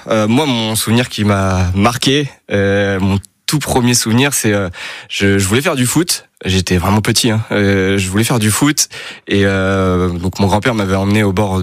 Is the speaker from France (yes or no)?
yes; Petit-Couronne, Normandy, France; J'ai grandi à côté de Rouen. Je suis de Petit Couronne.